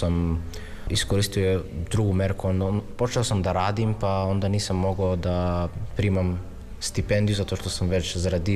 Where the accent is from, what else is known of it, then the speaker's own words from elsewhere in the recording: North Macedonia; Pa kod nas u Makedoniju ima posebnu stipendiju koje dobijaju romske studente i romske učenike u srednju i u fakultetu.